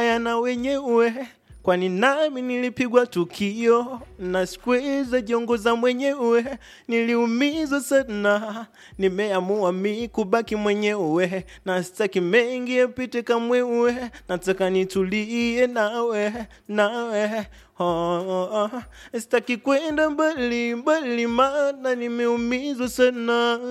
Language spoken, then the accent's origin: Swahili; Tanzania; moved away; napenda kuwataarifu sana watu wangu wa nyumbani kwangu ambako kunaitwa Ilole kijijini kwetu.